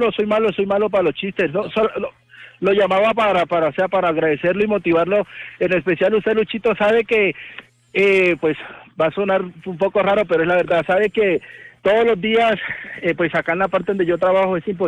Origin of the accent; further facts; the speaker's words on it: Montería, Córdoba, Colombia; Yo soy de Córdoba, Montería.